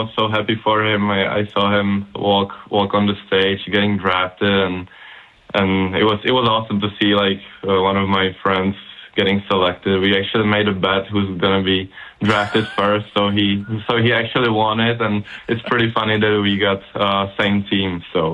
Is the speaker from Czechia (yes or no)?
yes; Litvínov, Ústí nad Labem Region, Czechia; English is a second language; we're watching it here at home in my hometown, Litvinov, in Czech Republic.